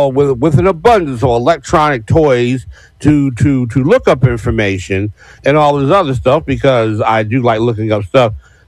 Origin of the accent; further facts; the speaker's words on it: Baltimore, Maryland, United States; now in Philadelphia, United States; I grew up in Baltimore